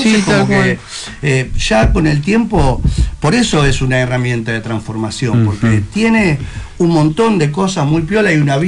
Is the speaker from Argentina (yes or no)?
yes; Río de la Plata, Argentina; Somos del Río de la Plata, y el Río de la Plata es rock and roll. Entonces, no tiene nada de malo el poder darle ese toque argentino a nuestro hip hop, ¿no?